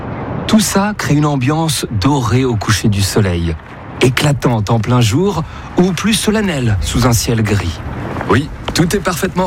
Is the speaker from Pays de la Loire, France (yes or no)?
yes; Saumur, Pays de la Loire, France; born there; J'adore la ville de Versailles, peut-être parce que je suis né à Saumur, la capitale du cheval, et qu'à Versailles, on aime aussi cet animal.